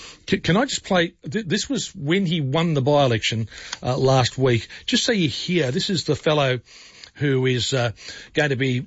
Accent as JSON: {"language": "English", "region": "London", "country": "United Kingdom", "tie": "born or raised there", "accent": "Cockney English", "moved": "yes", "lives_now": "Australia", "said": "I was brought up in East London. In an East London family, migrated in the 60s. My accent till the early 80s was Cockney English."}